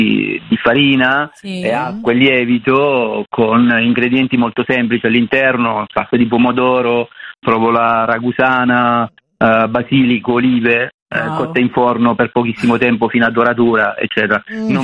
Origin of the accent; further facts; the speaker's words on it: Sicily, Italy; io da siciliano